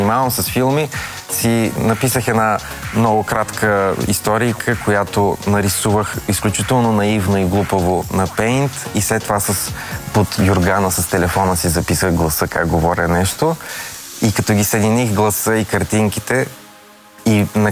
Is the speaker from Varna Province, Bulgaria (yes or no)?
yes; Varna, Varna Province, Bulgaria; now in Sofia, Bulgaria; Аз съм от Варна, там съм израснал, но живея в София вече 10 години и всички варници много ме заобиждат и ми казват, ти вече, ти си софиянец вече.